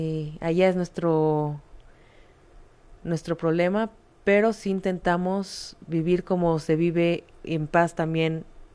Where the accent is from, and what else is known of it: Israel